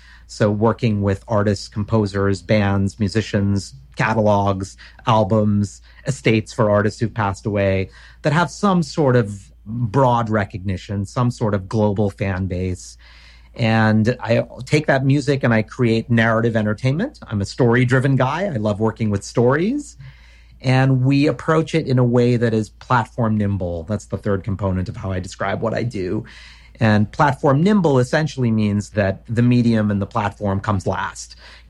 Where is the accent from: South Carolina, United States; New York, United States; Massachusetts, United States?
New York, United States; New York City; Yeah, I was born here in New York City, and we grew up on 12th Street on the outskirts of the East Village.